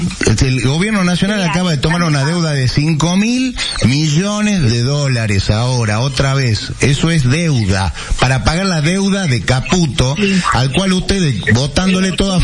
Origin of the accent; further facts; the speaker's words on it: Salta, Argentina; Más importante somos los salteños y no molestamos mucho, ¿no?